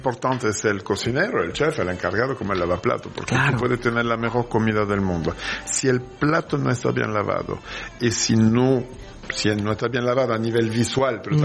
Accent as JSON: {"language": "Spanish", "country": "France", "said": "y obviamente, como buen francés, si quieres halagar a alguien, como en México, saca tus mejores sí, platillos."}